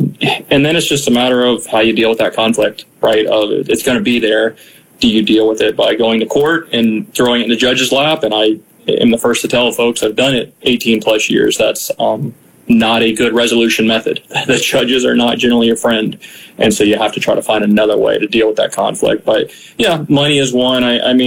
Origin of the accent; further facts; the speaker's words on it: Palm Beach County, Florida, United States; came back to South Florida. I was born and raised down in Palm Beach County, Florida.